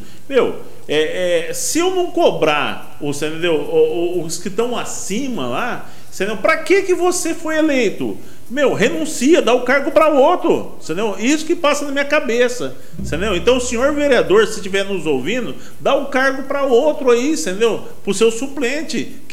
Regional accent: Bauru, São Paulo, Brazil; cidadão nascido e criado aqui em Bauru.

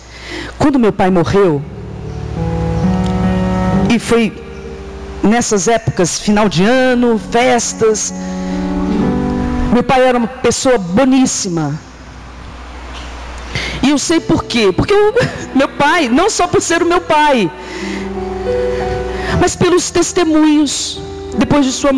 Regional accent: Vitória, Espírito Santo, Brazil; moved away; eu sou de Vitória, no Espírito Santo.

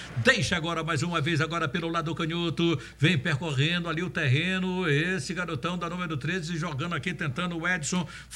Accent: Maranhão, Brazil; Nossa, porque eu sou do Maranhão, então pode ter certeza, nossa, galera, que é nossa toda, mesmo, viu?

